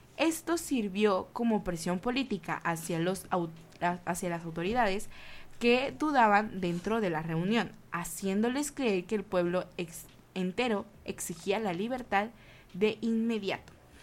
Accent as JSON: {"language": "Spanish", "country": "Guatemala", "said": "como guatemaltecos tenemos que saber"}